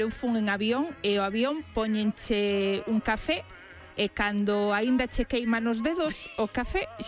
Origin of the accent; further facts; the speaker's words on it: Galicia, Spain; Supoño que os galegos pecamos menos